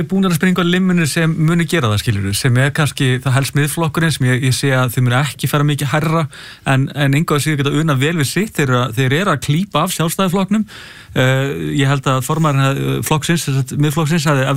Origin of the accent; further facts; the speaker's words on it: Hafnarfjörður, Capital Region, Iceland; sem var bæjarstjóri fyrir 40 árum síðan þegar ég var ungur aðalast upp í Hafnarfirði